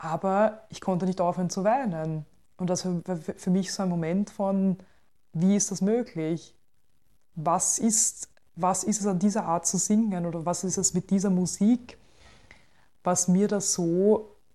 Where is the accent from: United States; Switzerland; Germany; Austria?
Austria; Lower Austria; Ich bin auf einem Bauernhof in Niederösterreich